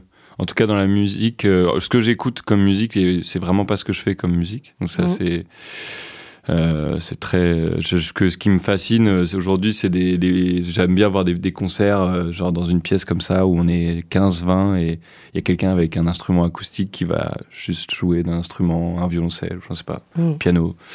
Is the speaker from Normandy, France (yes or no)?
yes; Normandy, France; moved away; je vais essayer de faire retourner un peu là où j'ai grandi dans l'Orne.